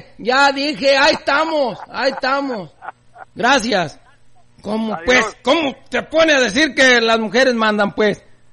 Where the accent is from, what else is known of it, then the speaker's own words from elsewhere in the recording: Mexico; Todos somos mexicanos, sean hombres y mujeres.